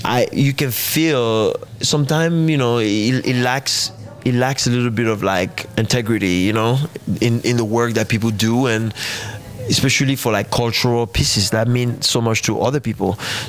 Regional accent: Benin; Yeah, like I grew up in Benin, like nowhere in Africa.

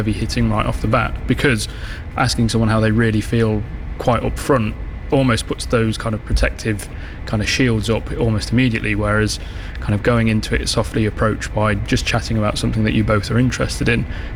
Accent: United Kingdom; moved away as an adult; now in Brighton, United Kingdom; I was relocated for work down to Brighton, which, if my accent doesn't give me away too much, I'm not from even this far south, I'm from further north of here.

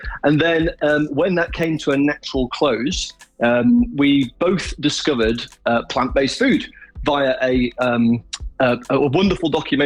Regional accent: Sheffield, Yorkshire and the Humber, United Kingdom; I am from Sheffield.

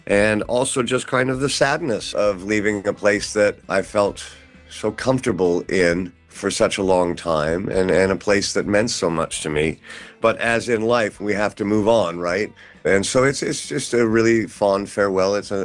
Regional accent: Toronto, Ontario, Canada; I found a small farming community back in the East Coast, actually quite close to where I grew up in Toronto.

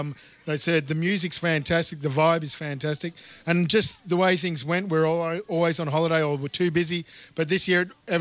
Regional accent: Wangaratta, Victoria, Australia; moved away as an adult; now in Northern Ireland, United Kingdom; I'm originally from a small place called Wangaratta, which is between Melbourne and Sydney.

